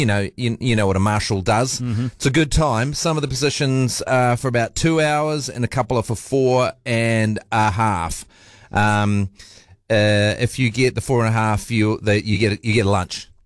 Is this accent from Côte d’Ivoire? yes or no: no; Dunedin, Otago, New Zealand; Enough of me coming out of Dunedin, just blasting on about my hometown constantly.